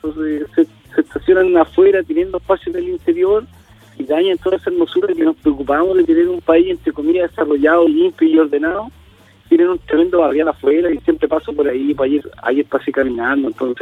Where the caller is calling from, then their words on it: Concepción, Biobío, Chile; acá estoy llamando desde Concepción, sector Loma San Sebastián, aeropuerto